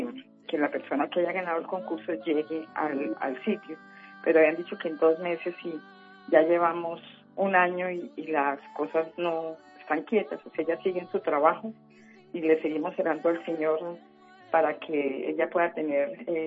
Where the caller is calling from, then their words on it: Bogotá, Colombia; Aquí en Bogotá